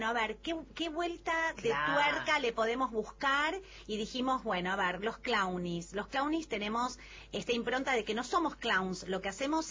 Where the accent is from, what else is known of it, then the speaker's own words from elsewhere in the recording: Argentina; Soy una groupie argentina